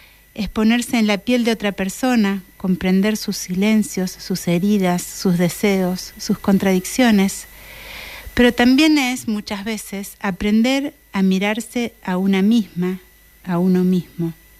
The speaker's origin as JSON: {"language": "Spanish", "region": "Patagonia", "country": "Argentina", "said": "soy cantora de la Patagonia."}